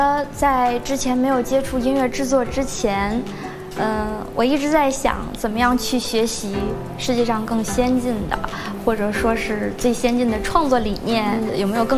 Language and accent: Chinese; China; 在我们中国人的预想当中